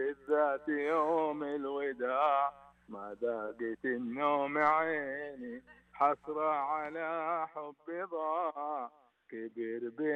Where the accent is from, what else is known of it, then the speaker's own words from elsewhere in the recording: Mecca, Makkah Province, Saudi Arabia; أنا ولد مكة